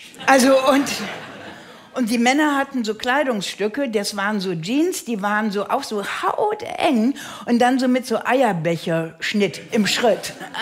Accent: Rhineland, Germany; born there; ich bin an einem Karnevalssonntag geboren worden im Rheinland

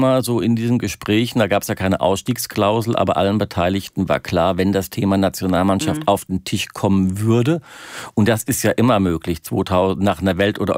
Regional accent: Germany; die Überidentifikation, die wir als Deutsche auch mit dem Fußball haben

